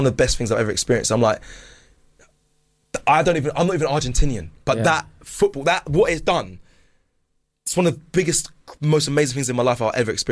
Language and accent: English; London, United Kingdom; born there; now in Surrey, United Kingdom; I was born in South London where Arsenal actually started.